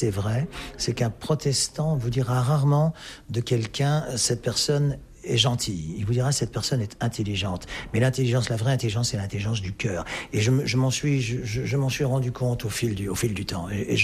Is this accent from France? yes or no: yes; France; born there; Mon père était donc citoyen américain, 100% américain, ce qui est ma demi-nationalité vu que je suis né en France, de mère néerlandaise.